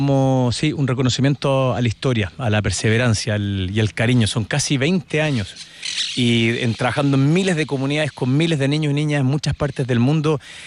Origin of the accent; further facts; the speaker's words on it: Chile; yo soy chileno